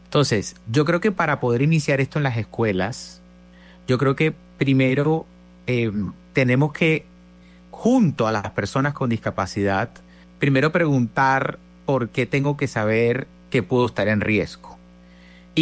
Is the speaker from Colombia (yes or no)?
yes; Caribbean Region, Colombia; accent: costeño; nosotros los costeños nos criamos frente al mar. Es decir, nacemos frente al mar.